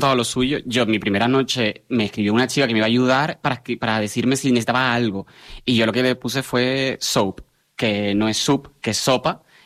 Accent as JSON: {"language": "Spanish", "region": "Canary Islands", "country": "Spain", "also_born_or_lived": "Galway", "moved": "yes", "said": "soy canario."}